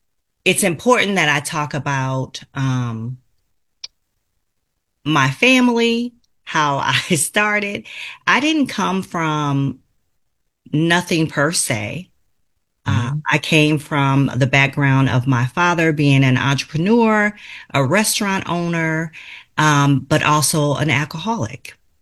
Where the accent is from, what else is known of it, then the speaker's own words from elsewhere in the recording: Los Angeles, California, United States; I come from Los Angeles, California.